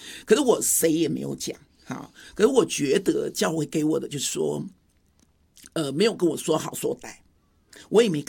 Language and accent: Chinese; Shandong, China; now in New Taipei, Taiwan; 因为我很阿萨里嘛，我是山东妞嘛，我是山东人嘛，很海派。